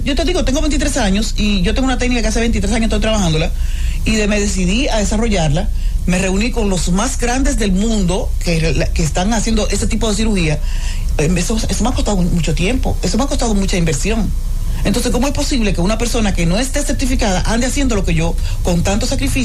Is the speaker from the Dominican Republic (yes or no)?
yes; Dominican Republic; para mí es un orgullo decir que soy dominicana, que soy cirujana plástica, que soy de la República Dominicana